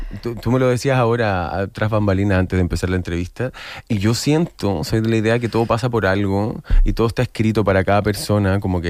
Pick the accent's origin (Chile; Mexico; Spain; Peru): Chile; bueno, yo soy chileno y mi carrera se empezó a forjar en Argentina.